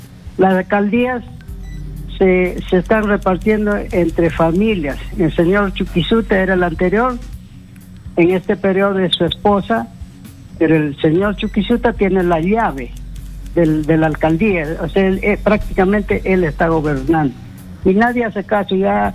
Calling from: Cuaillo, Lima, Peru; Ya, yo llamo de Cuaillo, Cañete.

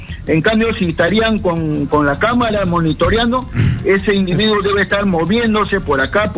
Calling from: Lima, Peru; de San Juan de Lurigancho.

